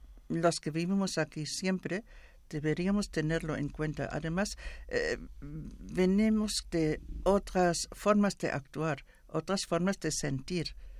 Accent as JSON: {"language": "Spanish", "country": "Germany", "second_language": "Spanish", "moved": "yes", "said": "yo soy alemana y vine aquí para estudiar castellano y todavía lo estoy estudiando."}